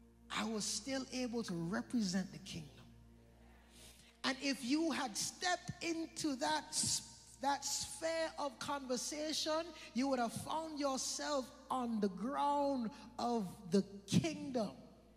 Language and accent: English; British Virgin Islands; moved away; I'm proud from the BVI.